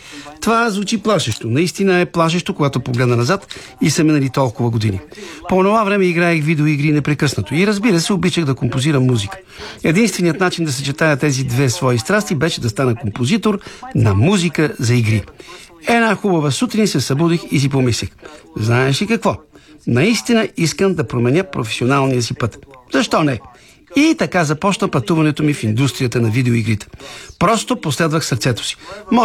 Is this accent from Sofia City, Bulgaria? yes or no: yes; Sofia, Sofia City, Bulgaria; в родния ми град София